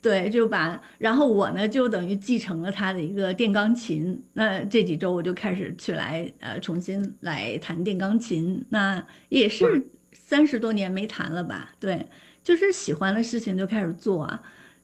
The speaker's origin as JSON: {"language": "Chinese", "country": "China", "said": "就尤其是像我们中国人嘛"}